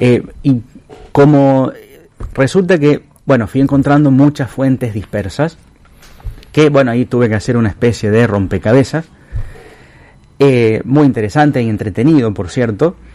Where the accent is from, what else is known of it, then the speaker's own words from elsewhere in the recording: Freyre, Córdoba, Argentina; el libro del centenario de mi pueblo, de Freire, que tiene 40 años. Freire es un pueblo que ya tiene 140, va a cumplir en dos meses.